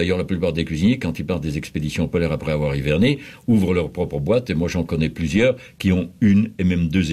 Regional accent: France; Et puis comme par-dessus le marché, nous sommes français, nous buvons du bon vin

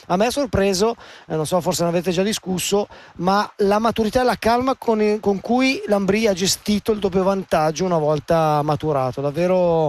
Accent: Tampere, Pirkanmaa, Finland; Italian is a second language; nella mia città natale a Tampere

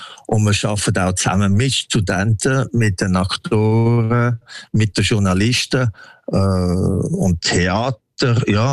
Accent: Switzerland; Meine Frau ist Belgierin und ich bin Schweizer.

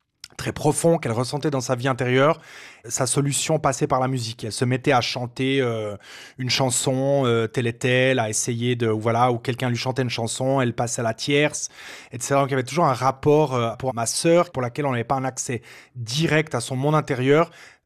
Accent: Fribourg, Switzerland; Et Anya, vous avez dit avant que j'ai grandi à Fribourg. Alors, ce qu'il faut savoir, c'est qu'à Fribourg, on ne parle pas très, très bien.

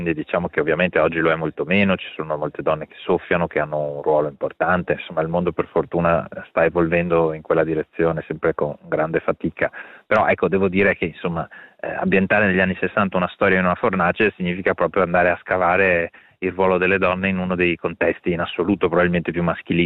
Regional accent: Venice, Veneto, Italy; da veneziano conosco Murano forse un po' meglio di chi sta fuori Venezia. Andavo a scuola con magari degli eredi di famiglie muranesi

